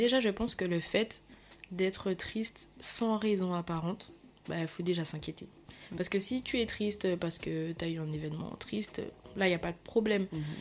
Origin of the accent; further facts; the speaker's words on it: Guadeloupe; En fait, j'ai grandi en Guadeloupe avec mes parents et tout.